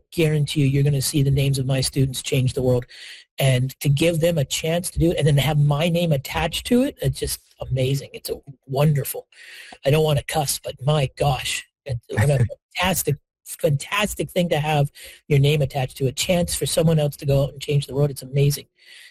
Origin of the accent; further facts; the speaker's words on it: Canada; also born or lived in Maritimes / British Columbia; consider myself someone from the Maritimes or someone from BC or all the different places I lived. I'm a Canadian.